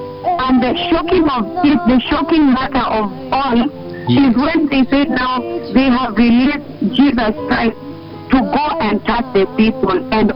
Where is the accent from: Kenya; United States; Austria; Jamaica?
Kenya; And for me, as … as a Kenyan, I repent so much.